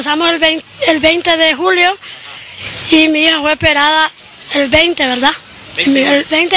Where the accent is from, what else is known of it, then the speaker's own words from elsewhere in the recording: Lucerna, Ocotepeque, Honduras; Me encuentro, soy nativa de Lucerna. Vivo en Lucerna, Ocotepeque.